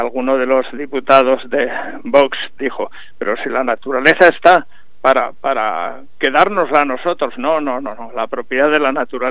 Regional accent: Aragon, Spain; Sorprendía lo verde que estaba hasta mi tierra de Monegros, ¿no?

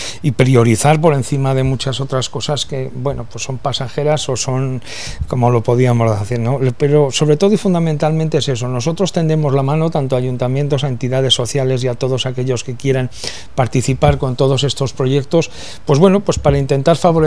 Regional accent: Muniesa, Aragon, Spain; quiero mandar un saludo a mi pueblo, a Muniesa

